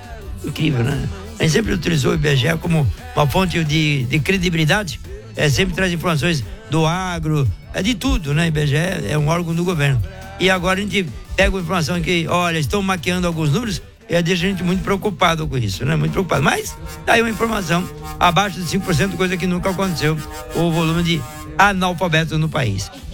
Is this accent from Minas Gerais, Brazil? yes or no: no; Praia Grande, São Paulo, Brazil; sou da Praia Grande, São Paulo.